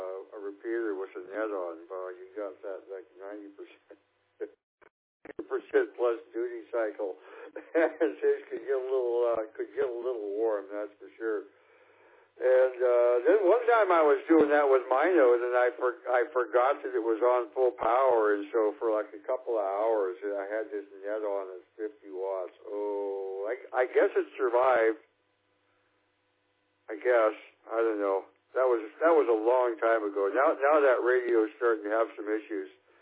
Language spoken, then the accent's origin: English; Oregon, United States; I grew up in Oregon. Don't get me wrong. I grew up in Oregon and everything.